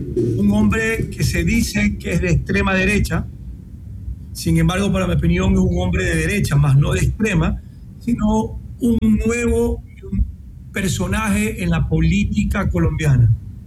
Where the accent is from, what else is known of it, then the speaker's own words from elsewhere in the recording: Ecuador; Nosotros como ecuatorianos, como frontera, está inmerso el contrabando